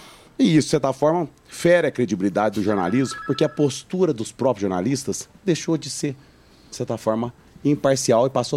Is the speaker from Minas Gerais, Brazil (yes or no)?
yes; Varginha, Minas Gerais, Brazil; moved away; Eu estava sendo homenageado lá ontem em Varginha, lá minha terra natal.